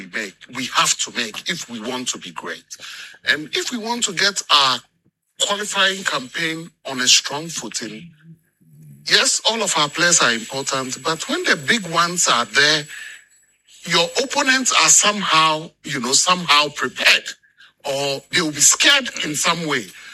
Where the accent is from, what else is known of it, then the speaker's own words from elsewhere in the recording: Ghana; As a Ghanaian, I would say no.